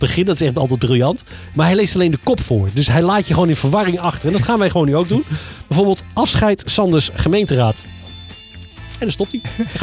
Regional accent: Amersfoort, Utrecht, Netherlands; we hebben natuurlijk ook Amersfoort, waar ik vandaan kom.

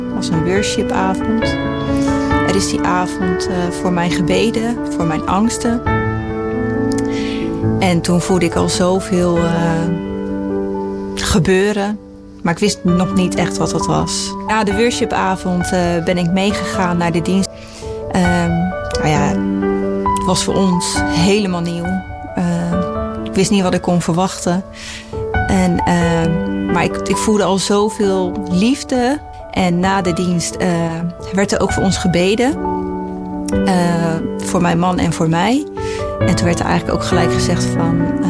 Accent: Ridderkerk, South Holland, Netherlands; 38 jaar en ik kom uit de Ridderkerk.

